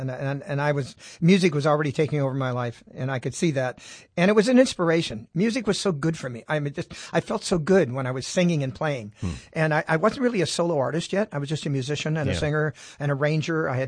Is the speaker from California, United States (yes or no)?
yes; Sacramento, California, United States; also born or lived in Los Angeles; And then raised in Sacramento because we had to move because my father joined the Navy right after the bombing of Pearl Harbor. That placed us in San Diego and Los Angeles.